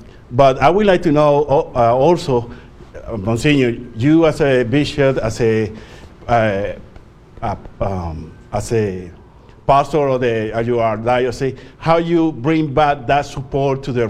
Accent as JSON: {"language": "English", "country": "Puerto Rico", "second_language": "English", "lives_now": "Dalton, United States", "said": "No, I'm from Puerto Rico."}